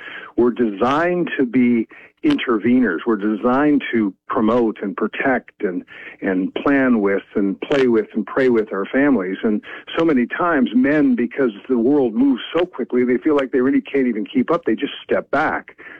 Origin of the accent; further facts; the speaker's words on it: Oregon, United States; Well, I'm from Oregon. I'm Central Oregon.